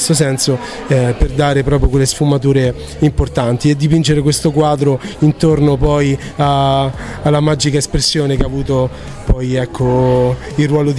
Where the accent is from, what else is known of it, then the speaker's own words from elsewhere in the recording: Poli, Lazio, Italy; now in Turin, Italy; Io sono di Roma, sì, okay. Di un paese in realtà molto piccolo, in provincia di Roma, si chiama Poli, vicino a Tivoli, siamo 2100 persone, però ecco, mi faccio valere anche qui a Torino in queste vesti.